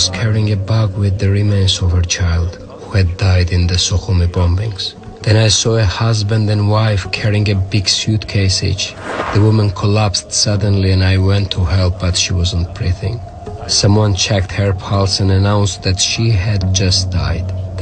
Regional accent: Sukhumi, Abkhazia, Georgia; Suhumi was a very multicultural place. When I was growing up, everyone got along pretty well.

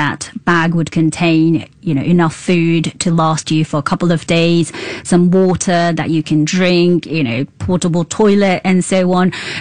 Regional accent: Japan; I remember growing up in Japan, even as a kid

